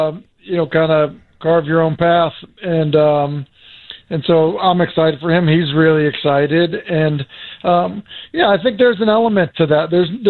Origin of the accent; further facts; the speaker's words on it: Massachusetts, United States; Like, I grew up in Massachusetts, went to Boston College.